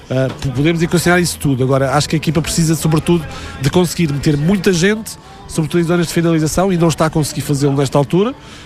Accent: Portugal; Nós não somos espanhóis

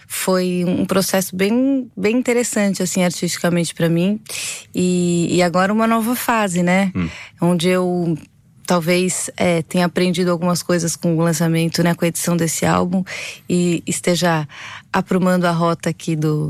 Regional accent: São Paulo, Brazil; moved away as an adult; passei a vida inteira em São Paulo, vivendo na capital, aquela cidade maluca. E na pandemia a gente se mudou para uma praia no litoral norte de São Paulo.

